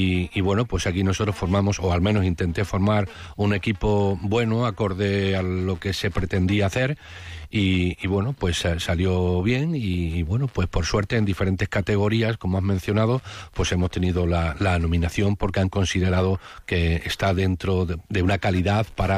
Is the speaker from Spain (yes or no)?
yes; Don Benito, Extremadura, Spain; Pero siempre que puedo, intento hacer todos los estrenos en Don Benito, en mi pueblo.